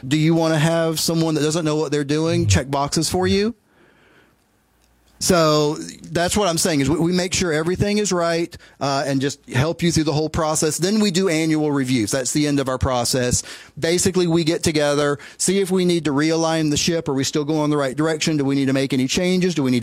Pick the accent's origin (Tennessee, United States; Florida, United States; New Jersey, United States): Tennessee, United States; in my home state of Tennessee